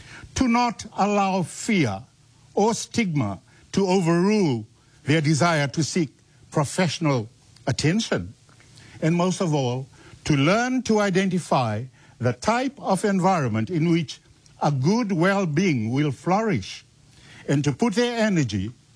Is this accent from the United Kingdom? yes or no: no; Fiji; now in New Zealand